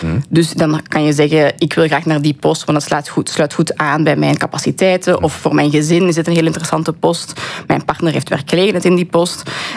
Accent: Belgium; now in Washington, United States; Het is toch belangrijk voor ons om ook hier tijd door te brengen om die connecties met ons thuisland goed te behouden.

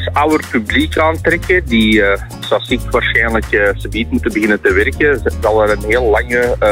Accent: Belgium; En ik denk wij als Belgen dat we ons niet gaan laten doen.

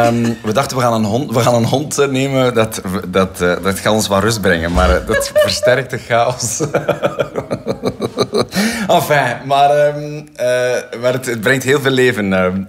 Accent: Ghent, Flanders, Belgium; moved away as an adult; now in Gentbrugge, Belgium; Ja, ik kom van Belzele. Mijn ouders wonen daar nog altijd.

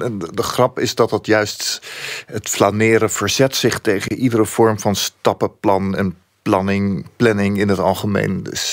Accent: Leiden, South Holland, Netherlands; Ik groeide op in Leiden... En in een gezin waar alles heel strak geregeld was.

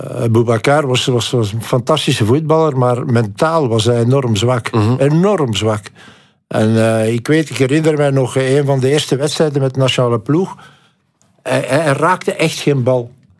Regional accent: Belgium; dan kom je daar als Belg

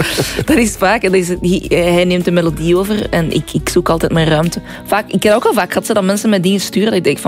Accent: Bertem, Flemish Brabant, Belgium; Maar ja, ik ben een boerengriet van Bertem en ik heb ook wel wat soul, hè.

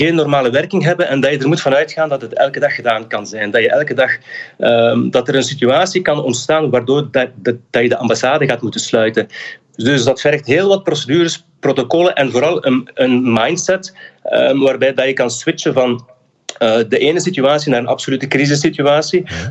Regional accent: Flanders, Belgium; Dus het is echt een zeer grote eer om als Nederlandstalige Belg, om als Vlaming hier actief te kunnen zijn voor onze diplomatie in Nederland.

